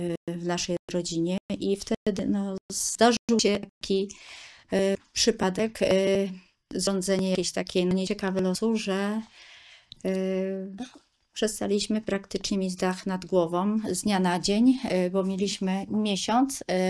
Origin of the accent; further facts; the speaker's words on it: Greater Poland Voivodeship, Poland; gdzie pochodzę z Wielkopolski, więc i tam poszuk